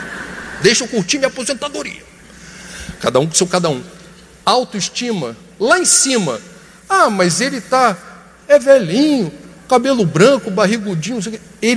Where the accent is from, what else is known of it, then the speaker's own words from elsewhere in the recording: Rio de Janeiro, Brazil; Eu venho do Rio de Janeiro, Copacabana. É o bairro do Brasil com a maior concentração de idosos por metro quadrado.